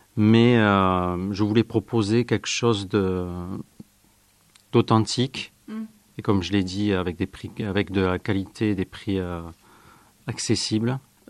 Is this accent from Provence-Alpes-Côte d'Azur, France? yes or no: no; Tarbes, Occitanie, France; je suis né à Tarbes. Toute mon enfance, je l'ai passée ici, au centre-ville